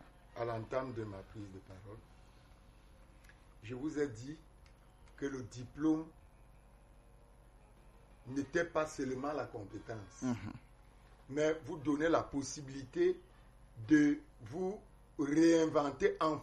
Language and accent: French; Cameroon; chez nous, au Cameroun